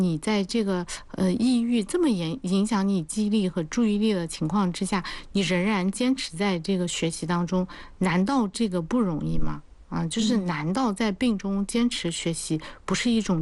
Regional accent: China

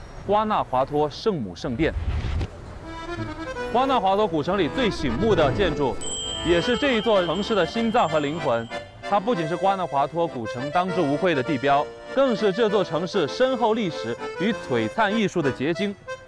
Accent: Mexico; moved away; 你到我老家来了

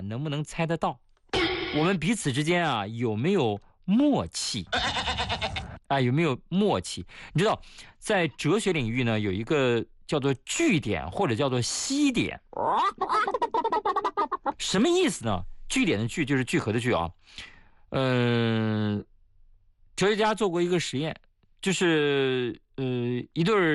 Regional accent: China; 我们中国人讲叫做心有灵犀一点通嘛，

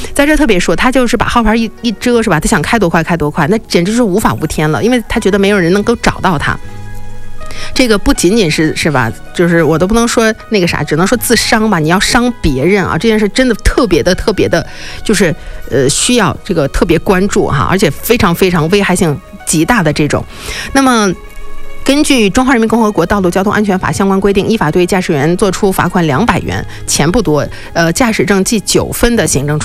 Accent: Inner Mongolia, China; 土生土长的锡林工作盟的朋友来说，我们很少见过雨是直直往下下的，我只有在南方见过

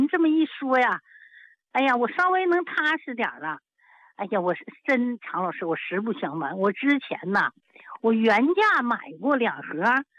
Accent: Zhaoyuan, Heilongjiang, China; accent: Northeastern; moved away as an adult; now in Guangxi, China; 我老家我是东北，我是黑龙江皂源县的。

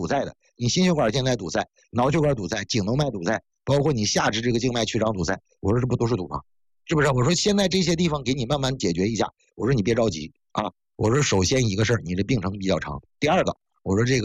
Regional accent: Northeast China, China; 我不是说嫌那东西不好，是我是东北人，我哪见这些东西啊？

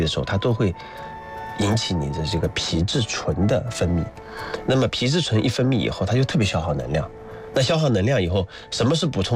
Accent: Hangzhou, Zhejiang, China; 我们杭州人喜欢吃糖醋排骨

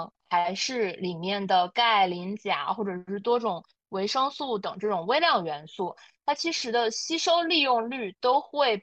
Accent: Heilongjiang, China; 我是黑龙江人嘛，然后她从这个我们当地的这个牛奶的公司，然后去订的这种鲜奶

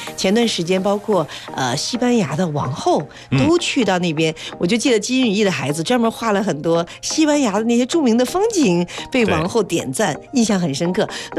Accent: Beijing, China; 我们北京人叫奥森的地方

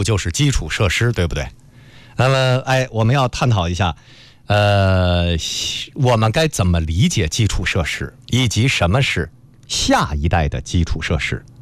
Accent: China

